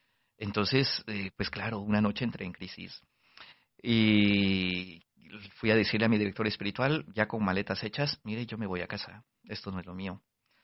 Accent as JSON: {"language": "Spanish", "country": "Guatemala", "said": "uno de los tantos volcanes en mi país, en Guatemala"}